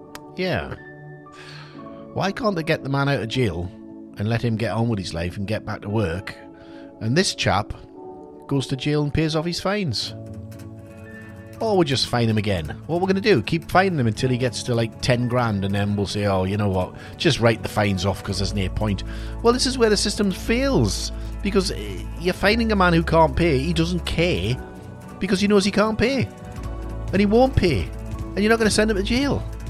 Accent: South Shields, North East England, United Kingdom; It's all about my hometown, South Shields.

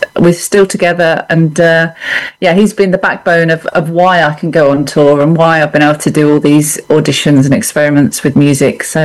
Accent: Midlands, United Kingdom; Although I personally don't think I'm a southerner either. I'm from the Midlands, which is a bit of a no man's land.

